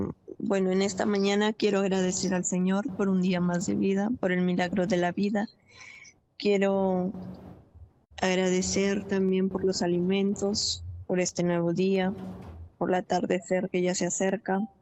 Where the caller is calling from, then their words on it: Peru; Hablo desde Perú.